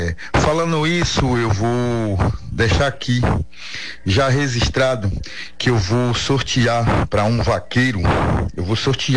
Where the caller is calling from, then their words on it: Northeast Brazil, Brazil; nós somos nordestinos